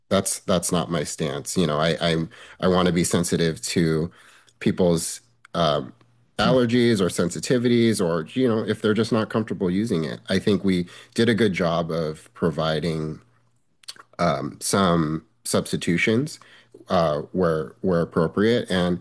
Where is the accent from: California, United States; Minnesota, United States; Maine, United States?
California, United States; Monterey Park; where I grew up in Monterey Park